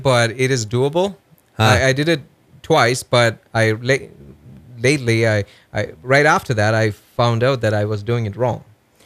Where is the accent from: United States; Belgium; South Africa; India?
India; moved away; I come from India